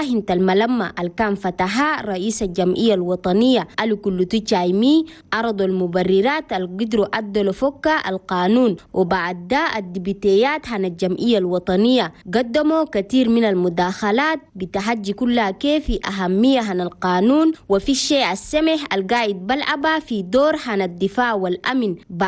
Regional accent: Chad

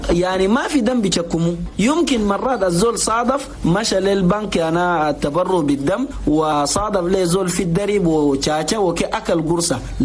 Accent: Chad; نقول لأخواننا المواطنين جميعا في بلدنا تشاد صحيح أنين قاعدين نواجه مشكلة.

